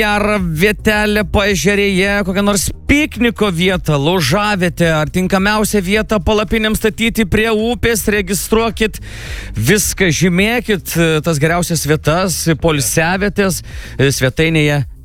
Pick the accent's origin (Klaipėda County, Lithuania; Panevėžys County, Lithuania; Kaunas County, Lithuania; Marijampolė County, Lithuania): Kaunas County, Lithuania; Raseiniai; Aš pats esu kilęs iš Raseinių